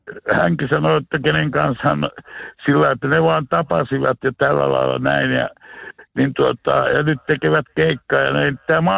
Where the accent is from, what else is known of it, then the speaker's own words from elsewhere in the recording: Rovaniemi, Lapland, Finland; born there; kun minä olin nuori kaveri Rovaniemellä